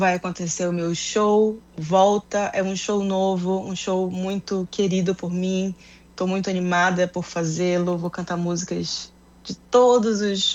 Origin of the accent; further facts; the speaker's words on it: Pará, Brazil; also born or lived in Bragança, Pará; Por ser um instrumento de Bragança, de onde minha família é também, de onde eu praticamente sou. Tanto que quando me perguntam se eu sou de Belém ou de Bragança, eu respondo que sim. Eu sou dos dois.